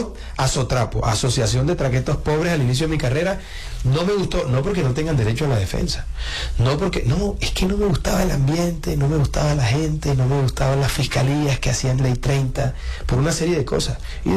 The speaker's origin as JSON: {"language": "Spanish", "town": "Montería", "region": "Córdoba", "country": "Colombia", "also_born_or_lived": "Bogotá / Barranquilla", "said": "Yo también soy monteriana."}